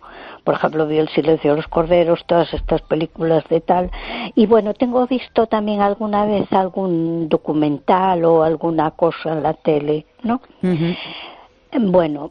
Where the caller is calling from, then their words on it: A Coruña, Galicia, Spain; de Coruña.